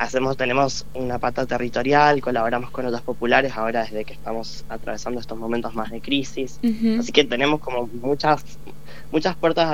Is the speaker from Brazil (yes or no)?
no; Mendoza, Argentina; moved away as an adult; soy de acá, viví en Mendoza hasta los 18 años y tengo 27.